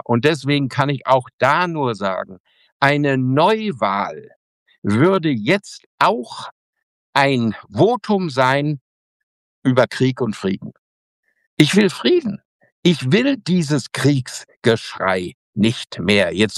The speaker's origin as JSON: {"language": "German", "town": "Bünde", "region": "North Rhine-Westphalia", "country": "Germany", "tie": "born or raised there", "said": "bin ich in Bünde in Westfalen, in meiner Heimat, Ostwestfalen in der Stadthalle"}